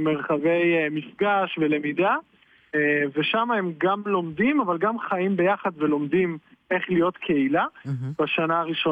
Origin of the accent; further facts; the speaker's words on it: Haifa, Haifa District, Israel; אני מחיפה, אני מקיבוץ המחנכים בחיפה